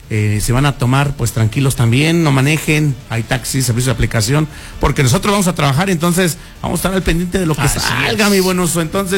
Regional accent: Mexico; todo compatriota de aquí de mexicano, como buen mexicano

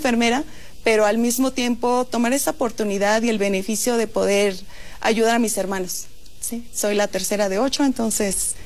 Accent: Irapuato, Guanajuato, Mexico; soy de Irapuato, Guanajuato, no muy lejos, pero este, mis padres son este, de una condición humilde

